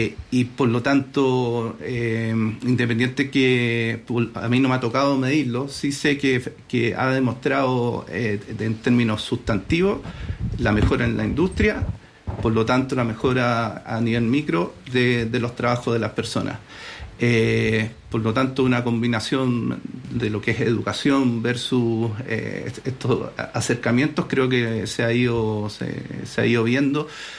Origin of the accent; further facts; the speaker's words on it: Santiago, Santiago Metropolitan Region, Chile; yo soy santiaguino